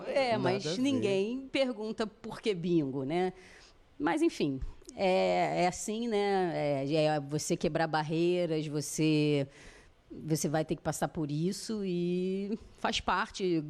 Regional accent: Rio de Janeiro, Brazil; Eu sou muito carioca, assim, né? das gírias

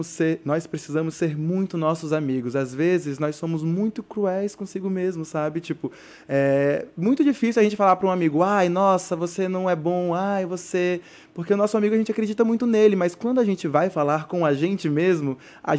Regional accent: Tabatinga, Amazonas, Brazil; Eu nasci, cresci em Tabatinga

